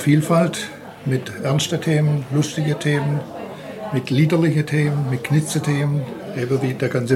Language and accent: German; Böblingen, Baden-Württemberg, Germany; accent: Swabian; also born or lived in Sindelfingen; komme aus Dagersheim bei Böblingen. Ich bin gebürtiger Sindelfinger, aufgewachsen in Böblingen und wohne aber in Dagersheim, gehört aber mittlerweile auch zu Böblingen dazu.